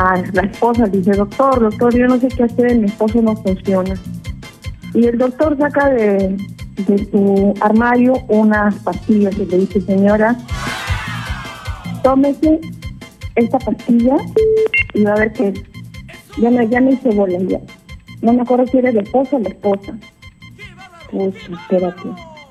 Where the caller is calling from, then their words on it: Lima, Peru; de la victoria.